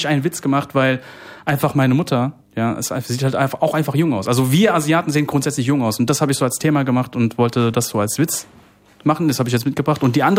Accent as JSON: {"language": "German", "country": "Germany", "tie": "born or raised there", "said": "ich bin ja in Deutschland geboren, Koreaner."}